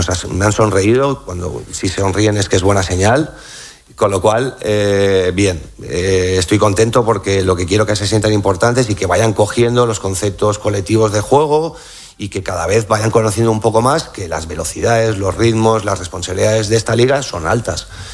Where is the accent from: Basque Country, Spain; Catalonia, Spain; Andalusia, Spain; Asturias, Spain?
Catalonia, Spain; yo chapurreo francés porque sabéis que soy catalán y catalán sí hablo